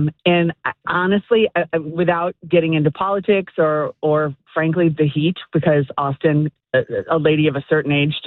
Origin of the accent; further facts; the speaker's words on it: Milwaukee, Wisconsin, United States; moved away as an adult; also born or lived in Washington, D.C. / Los Angeles / Austin, Texas; now in Mount Prospect, United States; Well, I grew up in Milwaukee.